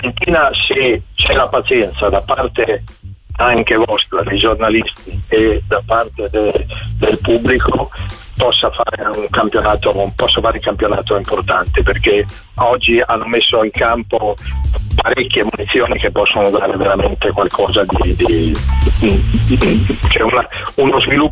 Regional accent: Tuscany, Italy; io, noi toscani, io sono toscano un po' bastardo perché sono sulla linea quindi, tra Carrara

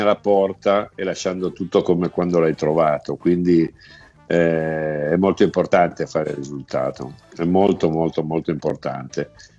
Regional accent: Piedmont, Italy; io sono piemontese e come tu sai, Paolo, in Piemonte ci sono tantissimi tifosi del Toro

